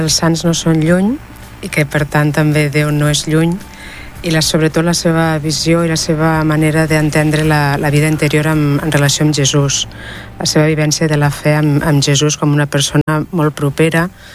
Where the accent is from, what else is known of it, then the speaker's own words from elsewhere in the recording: Reus, Catalonia, Spain; jo soc de Reus.